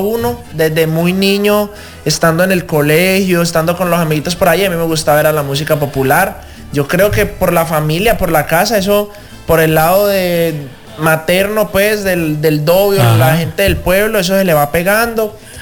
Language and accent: Spanish; Cali, Valle del Cauca, Colombia; now in Jamundí, Colombia; Hermano, yo soy de Cali, yo soy nacido en Cali, Colombia.